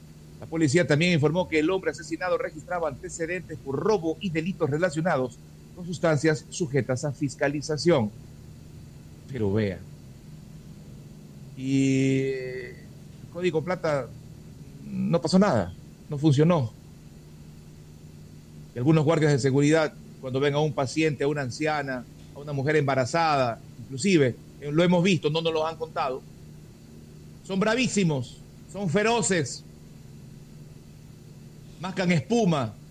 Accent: Ecuador; somos ecuatorianos

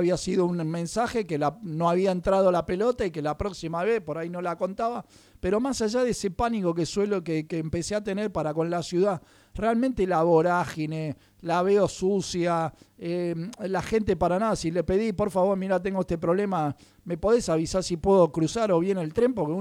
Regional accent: Uruguay; now in Buenos Aires, Argentina; nosotros cuando éramos chicos en Uruguay, que tenemos dicho para todo

